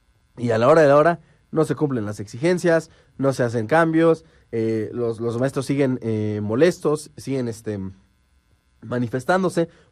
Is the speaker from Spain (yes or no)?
no; Mexico; a nosotros como mexicanos